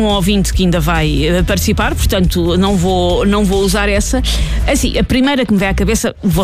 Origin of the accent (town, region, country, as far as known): Portugal